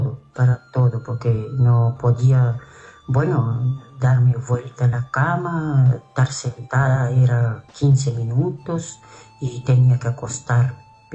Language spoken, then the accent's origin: Spanish; Buena Unión, Rivera, Uruguay; Soy de campaña, de Buena Unión.